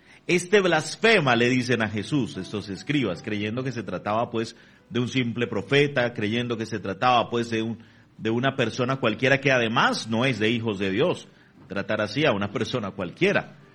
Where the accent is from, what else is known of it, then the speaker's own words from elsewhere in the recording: Venezuela; Y aquí mi llamado también y mi reflexión personal como venezolano, mi reflexión hacia mis hermanos venezolanos